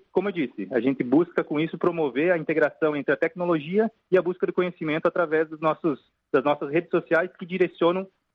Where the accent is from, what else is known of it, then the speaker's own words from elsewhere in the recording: Pato Branco, Paraná, Brazil; Sou de Pato Branco mesmo. Minha família é toda de Pato Branco e Coronel Vivida.